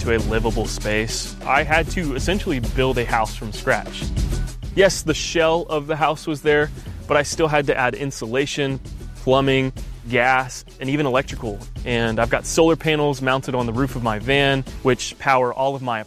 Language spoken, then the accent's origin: English; Augusta, Georgia, United States; moved away as an adult; also born or lived in Orlando, Florida / Atlanta, Georgia; I'm originally from Augusta, Georgia. I grew up there, and then I moved off to college to Orlando, Florida to go to film school. And then from there, I started working in Atlanta in the film industry.